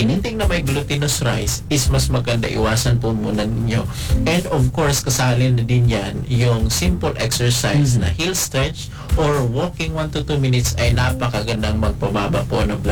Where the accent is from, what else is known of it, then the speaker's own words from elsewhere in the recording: Mindanao, Philippines; moved away; Doon sa amin sa Mindanao